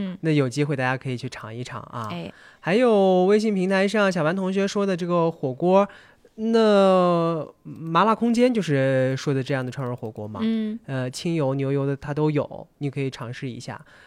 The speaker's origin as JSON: {"language": "Chinese", "region": "Xinjiang", "country": "China", "said": "适合咱们新疆人的胃，"}